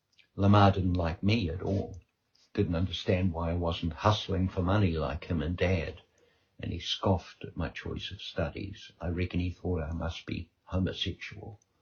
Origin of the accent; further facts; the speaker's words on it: New Zealand; moved away as an adult; I said, "I was from New Zealand,"